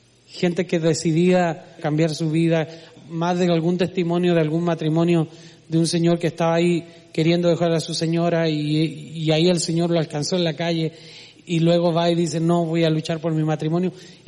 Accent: Chile

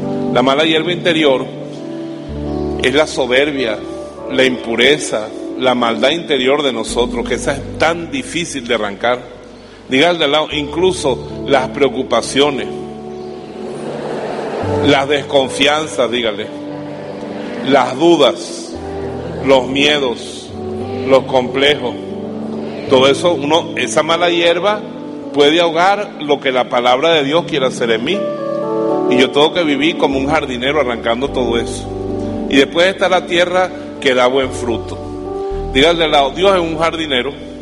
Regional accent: Venezuela; also born or lived in Colombia / Spain; Yo soy venezolano, pero estudié el seminario en Caracas, en Colombia y en España. Y en ese retiro en Colombia, en Antioquia, yo hablo antioqueño, perfecto.

